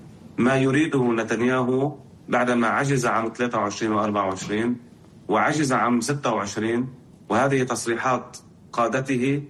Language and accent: Arabic; Lebanon; وأكيد أنا كلبناني